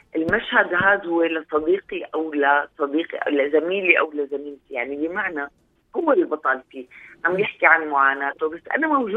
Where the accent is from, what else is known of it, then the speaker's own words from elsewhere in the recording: Damascus, Damascus Governorate, Syria; moved away as an adult; also born or lived in Russia; أنا صح من دمشق